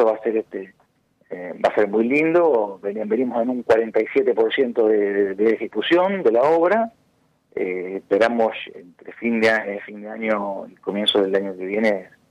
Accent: Venado Tuerto, Santa Fe, Argentina; yo soy de Venado Tuerto

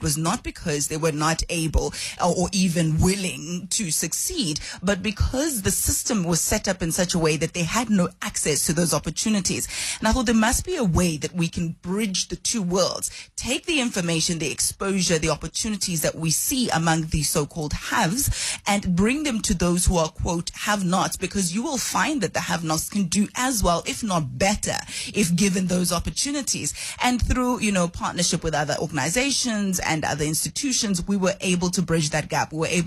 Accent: Soweto, Gauteng, South Africa; Look, I grew up at Dobsonville in Soweto, and privilege allowed me to go to schools in your suburb areas like Perth, Allen's Neck.

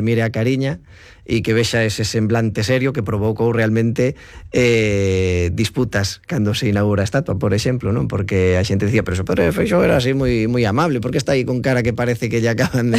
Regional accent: Allariz, Galicia, Spain; como son de Allariz por barrer para casa, porque non quero ofender a ninguén de Pereiro.

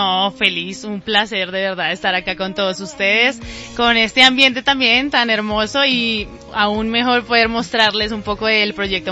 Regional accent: Bogotá, Colombia; born there; Rola, sí. De Bogotá. Mis papás sí ya son diferentes, de Boyacá

